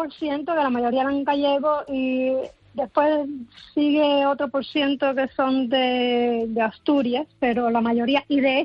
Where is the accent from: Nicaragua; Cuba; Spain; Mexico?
Cuba; Santa Clara, Villa Clara; Yo no soy de La Habana, Yo soy del interior de Santa Clara, pero de todas formas, cuando uno va a La Habana, pasa por ahí.